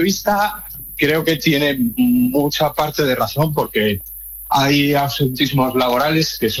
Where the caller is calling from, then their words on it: Spain; como buenos españoles que somos